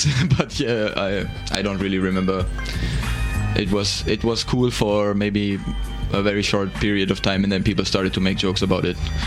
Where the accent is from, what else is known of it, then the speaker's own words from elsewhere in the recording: Germany; accent: German; English is a second language; moved away; I think my German accent is not so bad.